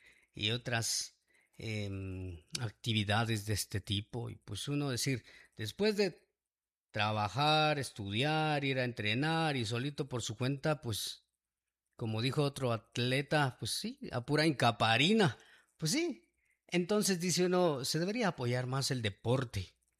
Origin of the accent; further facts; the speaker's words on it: Guatemala; Siendo guatemaltecos